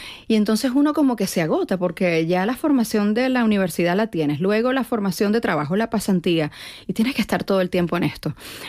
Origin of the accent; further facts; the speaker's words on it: Venezuela; now in Madrid, Spain; tengo 10 años que no voy a Venezuela también, en 10 años ha cambiado muchísimo el país, no sé cómo se paga allí hoy en día, como nada, yo estoy madrileña